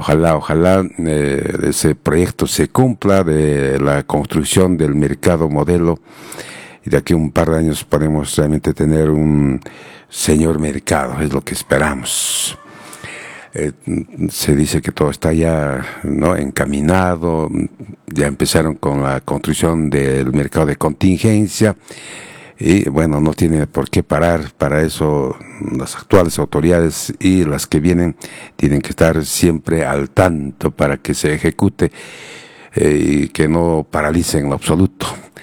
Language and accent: Spanish; Cusco, Peru; Yo soy de Cusco ciudad, no soy de Cusco provincia.